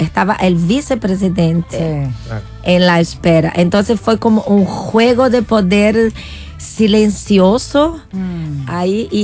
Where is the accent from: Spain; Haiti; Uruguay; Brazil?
Brazil; Recife, Pernambuco; now in Chile